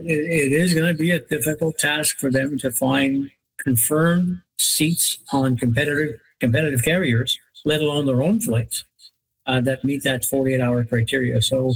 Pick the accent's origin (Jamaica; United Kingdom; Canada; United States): Canada; We as a Canadian society have accepted